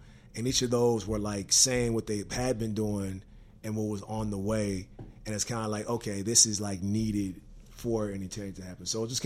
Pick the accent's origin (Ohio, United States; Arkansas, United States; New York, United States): Arkansas, United States; Pine Bluff; I'm from Pine Bluff, actually. So I'm from Pine Bluff